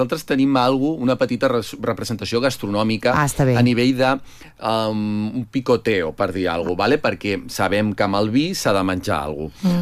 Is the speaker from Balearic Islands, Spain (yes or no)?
no; Barcelona, Catalonia, Spain; now in Vilanova i la Geltrú, Spain; com jo sóc de Barcelona